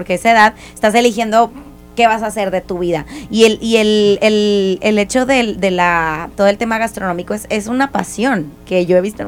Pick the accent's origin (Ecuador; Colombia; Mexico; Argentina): Mexico; No, y somos mexicanos, la salsa es nuestro mero mole, ¿no?